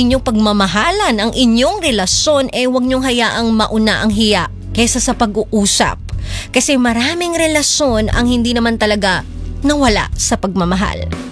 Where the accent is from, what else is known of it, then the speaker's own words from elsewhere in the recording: Bicol Region, Philippines; now in Batangas, Philippines; Pa-shoutout po kami dito sa Tolo, Batangas. Taga Bicol po ako. Nandito po ako para magtrabaho.